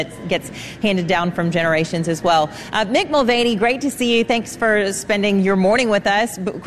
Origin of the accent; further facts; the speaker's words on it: Charlotte, North Carolina, United States; also born or lived in Wilmington; I grew up in Charlotte, went to school in Wilmington, and spent a lot of time in Charleston as well.